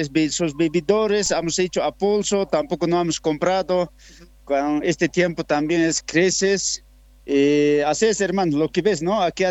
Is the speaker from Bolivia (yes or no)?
yes; Bolivia; now in Villa Candelaria, Bolivia; yo soy de Ayo Panacache, aquí